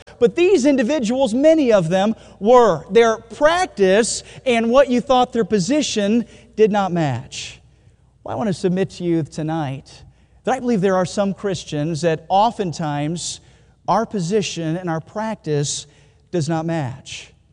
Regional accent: Utah, United States; I grew up in Utah, and in Utah there was a college right near us, Weber State University.

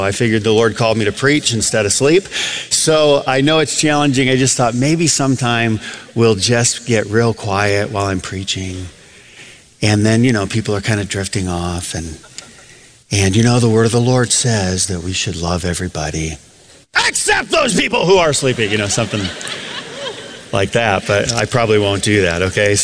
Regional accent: Adrian, Michigan, United States; So I grew up in Adrian, Michigan. There was another town about 30, 45 minutes away called Jackson.

